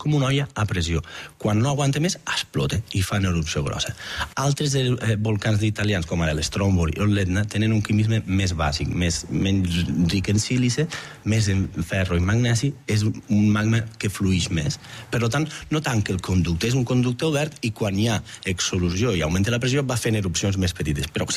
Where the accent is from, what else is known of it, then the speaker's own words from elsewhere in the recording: Batea, Catalonia, Spain; Jo de Batea, que som de secar